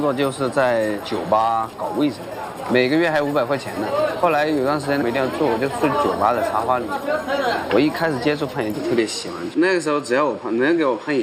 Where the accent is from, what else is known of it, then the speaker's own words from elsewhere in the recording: Hunan, China; now in Yangshuo, China; 我来自湖南，这老家就是一个小县城啊。